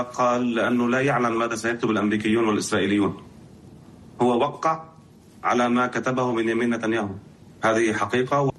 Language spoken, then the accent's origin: Arabic; Lebanon; وأكيد أنا كلبناني